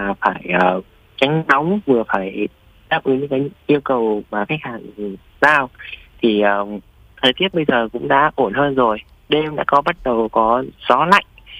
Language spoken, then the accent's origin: Vietnamese; Hanoi, Vietnam